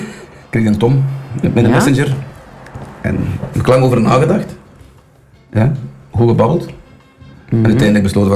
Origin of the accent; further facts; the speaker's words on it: Sint-Niklaas, Flanders, Belgium; Ik kom van de metropool van het Waasland, Sint-Niklaas.